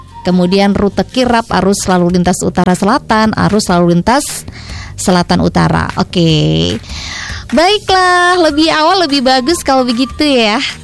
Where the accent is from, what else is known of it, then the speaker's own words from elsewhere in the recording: Magelang, Central Java, Indonesia; Asal Magelang kalau saya.